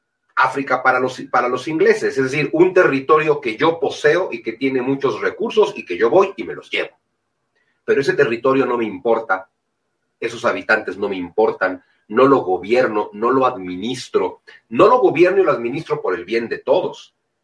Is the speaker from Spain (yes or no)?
no; Mexico; los culpables de la masacre indígena en México somos los mexicanos.